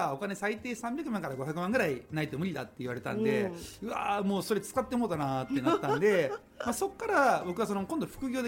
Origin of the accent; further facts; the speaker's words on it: Sapporo, Hokkaido, Japan; now in Osaka, Japan; 今私大阪に住んでるんですけども、もともと北海道札幌出身でして、